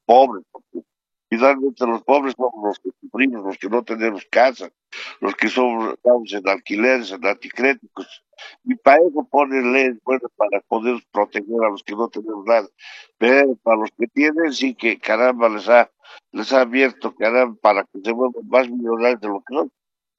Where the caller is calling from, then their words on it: La Paz, Bolivia; Estoy llamando de aquí, de la ciudad de La Paz. Uh-huh.